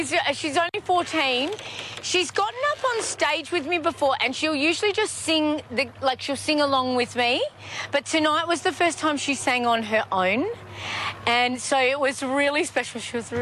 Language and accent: English; Australia; also born or lived in Western Australia / South Australia; I grew up in the Outback. Half of my childhood was even spent in Western Australian Outback, you know, because I grew up across the Nullarbor. We spent a lot of time in South Australia, but we'd also go across to Western Australian Outback quite a lot when I was a kid.